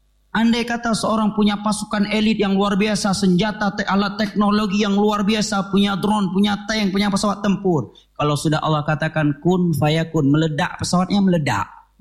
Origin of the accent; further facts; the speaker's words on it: Aceh, Indonesia; Kami orang Aceh